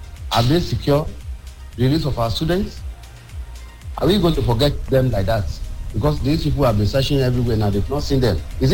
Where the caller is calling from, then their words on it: Ondo, Nigeria; I'm from Ondo State.